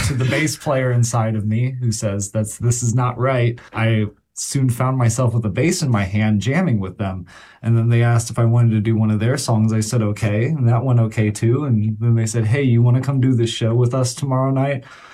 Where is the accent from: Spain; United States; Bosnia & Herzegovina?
United States; Columbus, Ohio; I'm from Columbus, Ohio